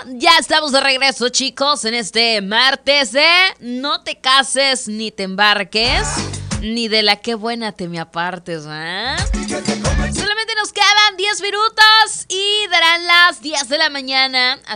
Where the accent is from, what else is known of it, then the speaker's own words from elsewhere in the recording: Chiapas, Mexico; Así somos nosotros los mexicanos y más los chiapanecos